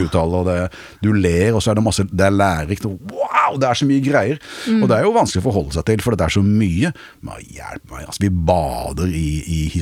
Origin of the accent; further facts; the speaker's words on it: Nesodden, Akershus, Norway; jeg vokste opp på Nesodden, da, det derfor jeg sier inn I Oslobyen.